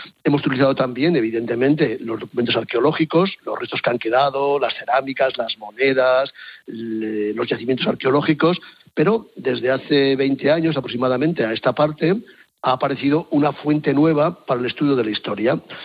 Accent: Spain; ya tenemos una secuencia y sabemos quiénes somos los españoles. Sabemos de dónde venimos.

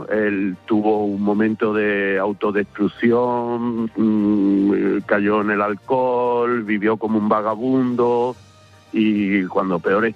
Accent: Córdoba, Andalusia, Spain; Bueno, a ver, tuvimos la suerte de que los dos somos de Córdoba.

